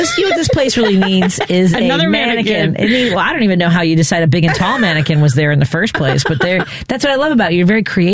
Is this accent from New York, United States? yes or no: no; Chicago, Illinois, United States; I grew up in Norwood and there was never really anything on Norwood. I grew up on Northwest Highway.